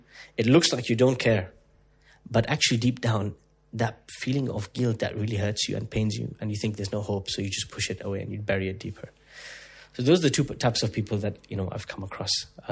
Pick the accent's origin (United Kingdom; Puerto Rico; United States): United Kingdom; England; also born or lived in United Arab Emirates; So I'm British, but ethnically half Indian, half Pakistani. I lived half of my life in the UAE, half of my life in the UK.